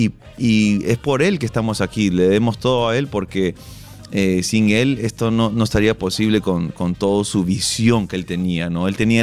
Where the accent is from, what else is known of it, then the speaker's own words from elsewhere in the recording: Peru; que somos somos una familia peruana normal, de verdad, ¿no?